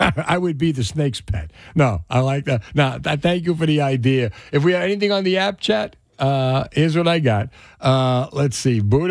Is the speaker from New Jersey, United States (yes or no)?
yes; Union City, New Jersey, United States; growing up in Union City.